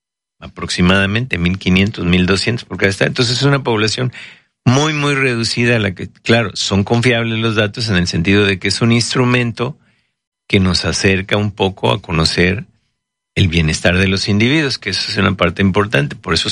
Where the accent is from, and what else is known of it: Mexico